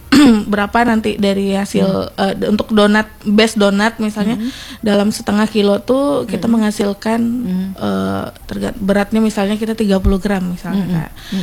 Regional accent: Painan, West Sumatra, Indonesia; now in Padang, Indonesia; Karena kampung aku di sana

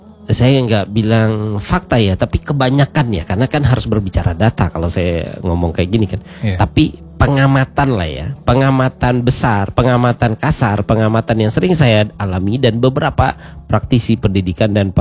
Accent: West Sumatra, Indonesia; born there; Saya dulu sekolah ke satu tempat di daerah di Padang Panjang. Oh, dingin. Daerah Gunung Merapi.

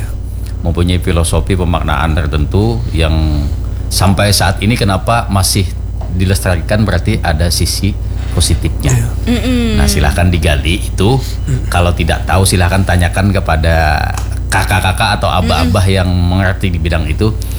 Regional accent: South Kalimantan, Indonesia; Iya, di kita Kalimantan kan kita Kalimantan Banjar ni memang akulturasi dari orang Dayak juga.

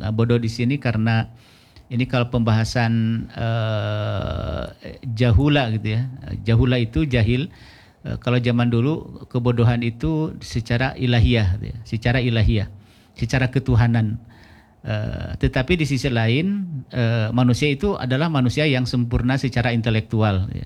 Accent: Tasikmalaya, West Java, Indonesia; Salam ya buat keluarga di Karangnunggal, karena saya berasal dari Karangnunggal Tasik.

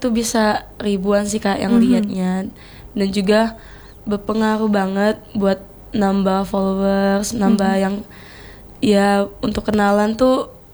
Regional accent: South Sumatra, Indonesia; nunjukinnya kalau kami dari Sumsel nih gitu.

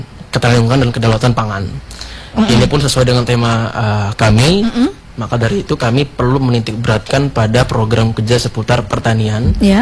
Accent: Jakarta, Indonesia; now in Bekasi, Indonesia; Saya dari Jakarta juga, tinggal di Bekasi.

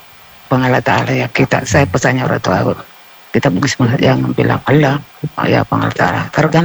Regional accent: South Sulawesi, Indonesia; born there; also born or lived in Maros; now in Gowa, Indonesia; mangga itu kan di kampungku. Di Tonasa itu, Tonasa 1 masuk.

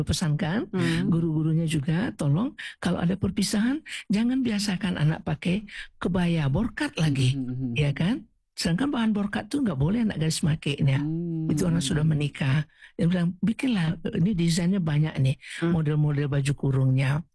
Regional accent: West Sumatra, Indonesia; Kalau kita Minang nggak paka

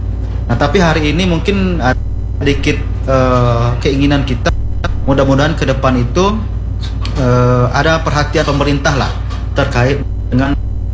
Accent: Bengkulu, Indonesia; Kenapa juga kita harus malu mengakui atau menggunakan atau kita orang Rejang asli seperti itu.

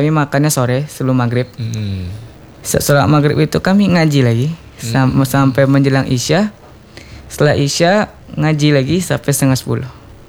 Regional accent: Pekanbaru, Riau, Indonesia; saya asli Pekanbaru.

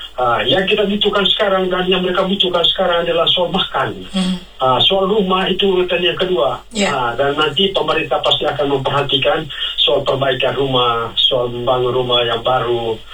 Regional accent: Manggarai, East Nusa Tenggara, Indonesia; now in Jakarta, Indonesia; saya kan orang Manggarai juga, tapi lama di Jakarta.

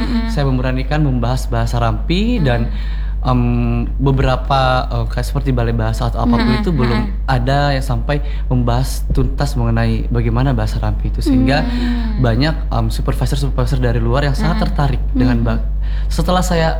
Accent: Takalar, South Sulawesi, Indonesia; Nah, di hari kemerdekaan itu saya dari Kabupaten Takalar.

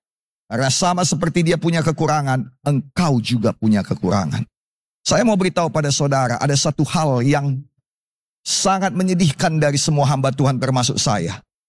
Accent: North Sumatra, Indonesia; Karena kami orang Karo paling suka bicara tentang orang lain.

